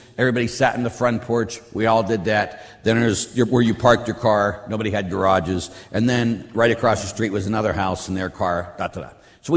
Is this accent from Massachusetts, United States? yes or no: no; Pittsburgh, Pennsylvania, United States; when I was a kid, I grew up in Pittsburgh, as we all know, and I was at my grandmother's house.